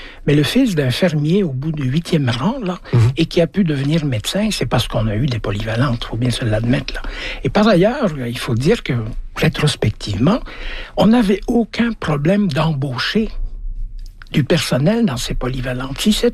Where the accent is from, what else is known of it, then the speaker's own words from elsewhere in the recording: Belgium; also born or lived in Africa; now in Canada; Puis je dis toujours, j'ai grandi en Afrique et en Belgique, mais j'ai été éduqué au Québec